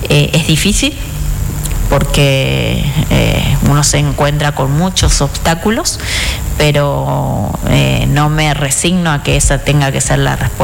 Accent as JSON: {"language": "Spanish", "town": "Resistencia", "region": "Chaco", "country": "Argentina", "said": "nosotros somos de Villa Río Negro."}